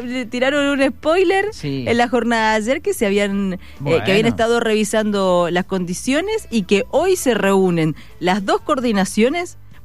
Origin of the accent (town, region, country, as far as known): Tunuyán, Mendoza, Argentina